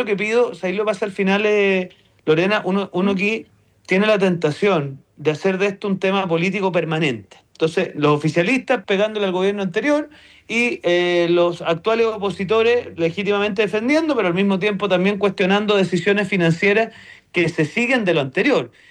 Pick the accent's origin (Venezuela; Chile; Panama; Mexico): Chile